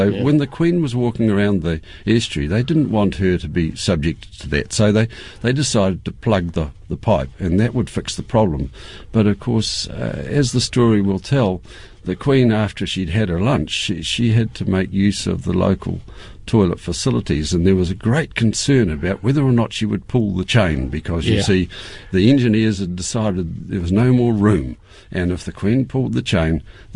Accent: Roxburgh, Otago, New Zealand; now in Christchurch, New Zealand; In other words, when I was brought up in Roxburgh, I had the old man range. That was my environmental area.

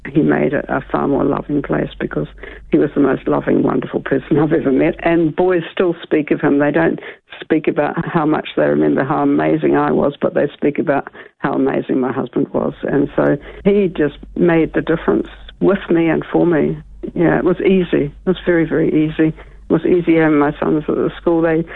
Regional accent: Auckland, New Zealand; born there; also born or lived in Scotland; now in Hamilton, New Zealand; We came from Scotland when I was young, and I went to a school in South Auckland and then on to Auckland University

